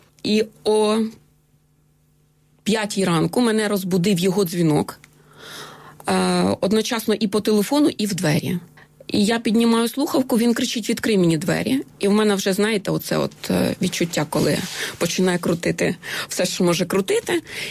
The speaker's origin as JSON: {"language": "Ukrainian", "region": "Donetsk Oblast", "country": "Ukraine", "tie": "born there", "said": "Це моя мала батьківщина, я там народилася. Олександрівська громада, як на сьогодні вона так називається."}